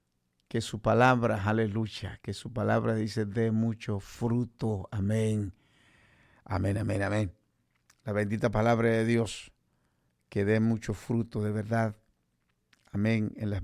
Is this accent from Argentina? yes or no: no; Guatemala; en mi país Guatemala